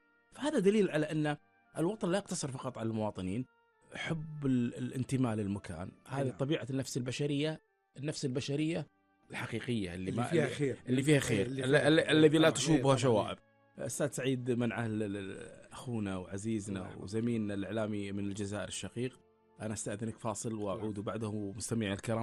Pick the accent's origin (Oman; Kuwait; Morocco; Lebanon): Kuwait; لما عرف اني كويتي